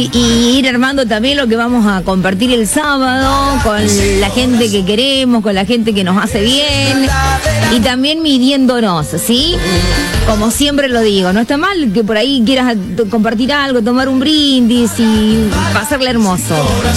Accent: Argentina; Somos argentinos.

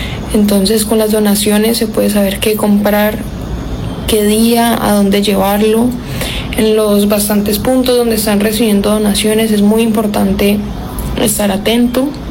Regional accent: Cali, Valle del Cauca, Colombia; tengo 21 años, soy colombiana, específicamente de Cali, soy caleña.

